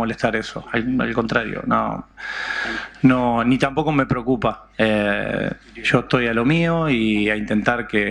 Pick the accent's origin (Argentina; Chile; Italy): Argentina